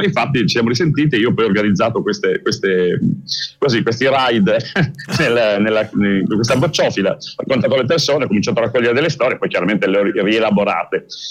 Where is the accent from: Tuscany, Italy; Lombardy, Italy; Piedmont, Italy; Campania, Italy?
Piedmont, Italy; fuori onda non sono molto credibile come cantastorie piemontese in questo momento